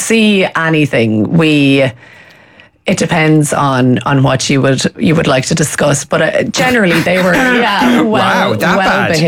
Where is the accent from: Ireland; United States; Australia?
Ireland; Laois, Leinster; I'm from Laois